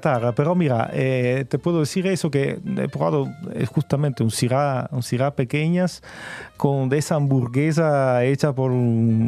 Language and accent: Spanish; Italy; moved away as an adult; also born or lived in United States / New Zealand; now in Casablanca, Chile; Es curioso como un italiano tenga tanta inspiración en Francia